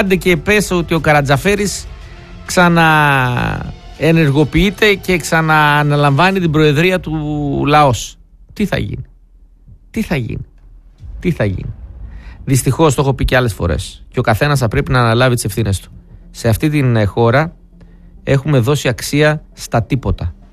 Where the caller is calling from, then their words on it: Elefsina, Attica, Greece; από Λευσίνα